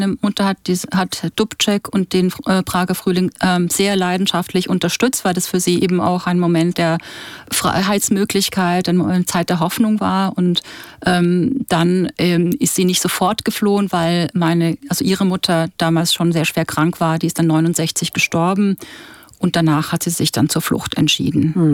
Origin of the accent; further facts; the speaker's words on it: Baden-Württemberg, Germany; born there; first language Czech; German is a second language; also born or lived in Czechoslovakia; Also wir haben in einer kleinen Stadt in der Nähe von Heidelberg gewohnt